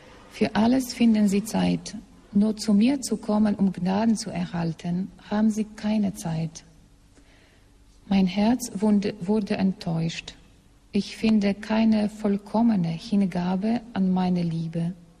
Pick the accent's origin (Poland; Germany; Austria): Poland; German is a second language; In meiner Heimat, also in Polen, sagt man ein solches Sprichwort.